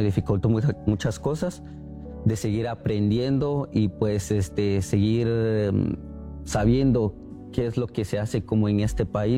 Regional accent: Guatemala; moved away as an adult; now in United States

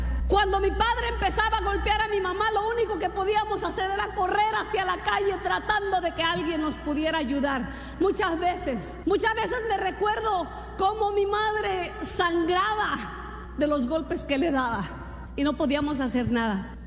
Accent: Mexico; moved away; Cuando salí de México, juré que ni en mi lecho de muerte los iba a perdonar.

